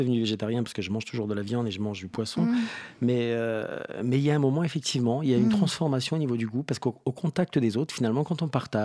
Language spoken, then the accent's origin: French; Réunion; moved away as an adult; now in France